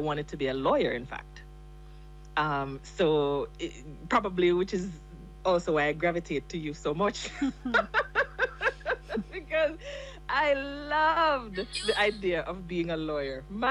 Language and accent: English; Jamaica; he was a police officer in the Jamaica Constabulary Force while we grew up in Jamaica.